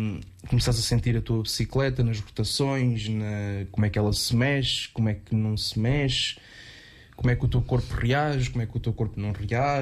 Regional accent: Aveiro, Centro, Portugal; tenho 27 anos, sou daqui de Aveiro, nascido e criado.

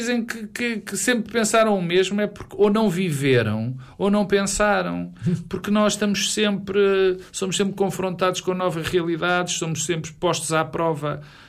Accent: Porto, Norte, Portugal; born there; also born or lived in Lisbon / Vieira do Minho; eu sou filho, neto, bisneto e trineto de minhotos. Eu nasci no Porto, sou um alfacinha... Mas a minha carga genética é toda minhota.

